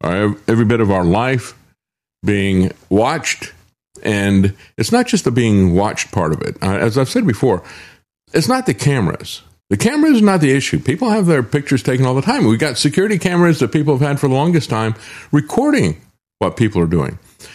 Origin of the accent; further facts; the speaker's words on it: United States; I grew up in America that didn't have the police in school.